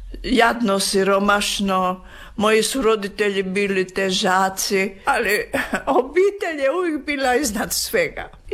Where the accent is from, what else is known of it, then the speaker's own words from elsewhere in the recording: Veli Iž, Zadar County, Croatia; moved away; Ja sam rođena u Zadru, ali sam živjela uvijek u Ižu Velom.